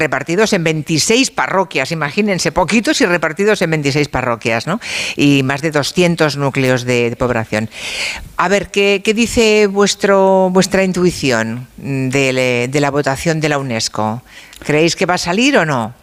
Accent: Monforte de Lemos, Galicia, Spain; exalcalde del BNG de Monforte de Lemos, de mi pueblo, gran alcalde de Monforte de Lemos durante varias legislaturas.

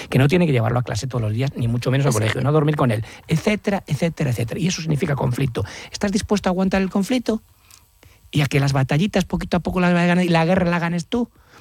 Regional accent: Galicia, Spain; Y como buen gallego yo siempre digo, depende.

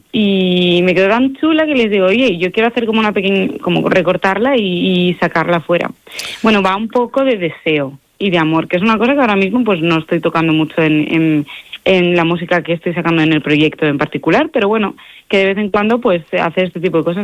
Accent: Martiago, Castile and León, Spain; es que realmente mi pueblo es Martiago, está realmente alejado de España en general, está al lado de Portugal, en la raya, por esa zona, y es difícil volver allí del todo.

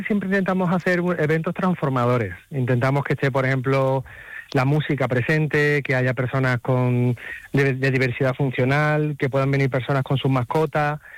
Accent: Seville, Andalusia, Spain; Hola, buenas tardes, Isabel y Susana, que es paisana mía, que yo soy de Sevilla.

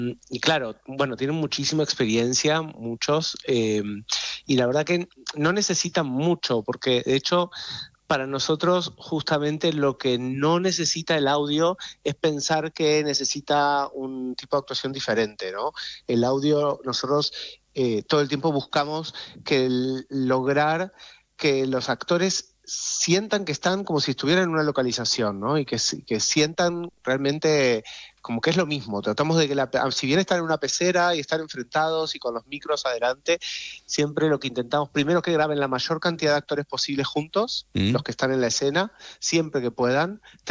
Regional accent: Argentina; accent: Argentine; Todas las pequeñas partes de la serie las he tenido que hacer con mi acento argentino, pobrecitos

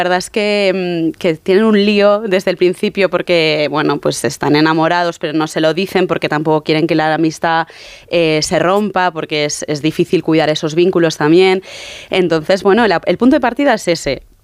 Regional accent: Barcelona, Catalonia, Spain; yo es que soy de Barcelona

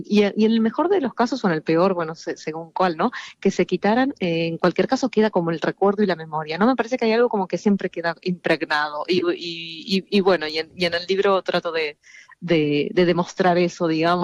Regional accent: Argentina; now in Spain; En mi caso es verdad que yo me mudé de Argentina a España

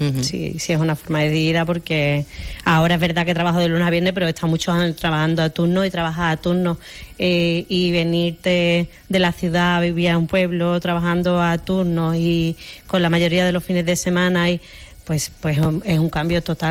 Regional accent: Calañas, Andalusia, Spain; moved away as an adult; also born or lived in Seville; lo que me hizo volver a Calaña, ya hemos dicho antes que yo estaba viviendo en Sevilla, y lo que me hizo entrar en la empresa es, pues, las ganas de volver a mi tierra, las ganas de volver en un pueblo.

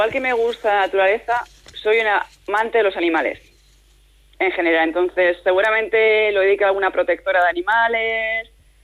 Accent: Logroño, La Rioja, Spain; luego ya volví a mi ciudad natal, Logroño, porque bueno, pues mi tierra es mi tierra y aquí sigo día a día

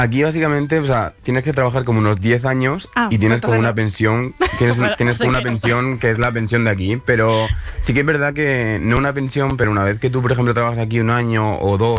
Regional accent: Bigastro, Valencian Community, Spain; Sí, yo soy de Bigastro, no sé si lo conoceréis, es un pueblecito

